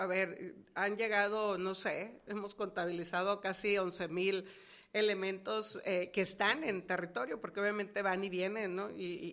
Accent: Mexico

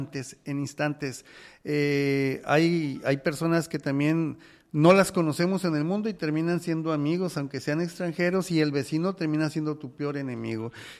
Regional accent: Mexico

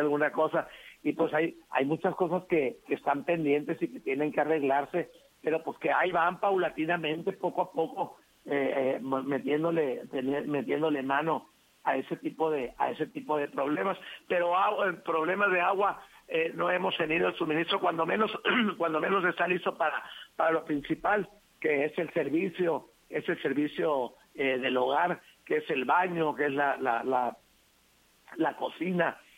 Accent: Boca de Arroyo, Sinaloa, Mexico; also born or lived in Tehueco; Se enojan las mujeres de Boca de Arroyo porque digo que soy de Tehueco, y las de Tehueco se enojan porque digo que soy de Boca de Arroyo.

